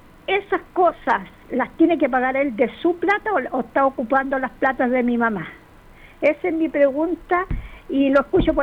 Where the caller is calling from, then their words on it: Viña del Mar, Valparaíso, Chile; de Aguasanta Abajo, Viña del Mar.